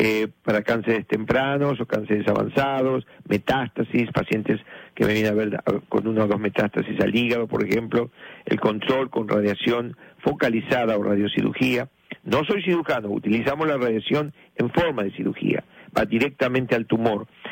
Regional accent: La Plata, Buenos Aires Province, Argentina; moved away; la zapatería y alpargatería de mi papá, cuando era chiquito allá en La Plata, enfrente del ferrocarril Roca, en la calle 1, donde jugábamos siempre en la calle

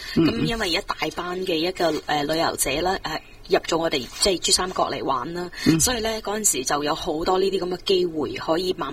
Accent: China; born there; 我哋之前我出世，我喺中国出世嘅，咁所以我哋中国系地大物博

